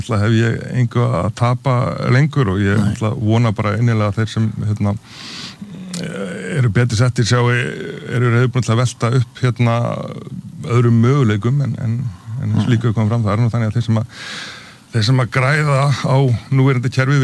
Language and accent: Icelandic; United Kingdom; also born or lived in Norway; þá hérna ólst ég upp í Bretland og Noregi sem að hérna sem nú kannski ekki mjög langt í burtu